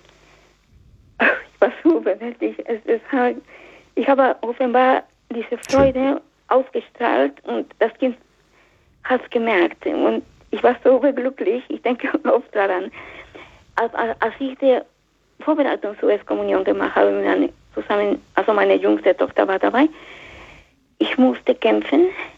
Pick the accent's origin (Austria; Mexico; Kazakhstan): Mexico; German is a second language; now in Germany; Zuerst, Sie haben schon an meinen Akzent gemerkt, ich komme aus Mexiko. Ich wohne aber mehr als die Hälfte meines Lebens hier in Deutschland.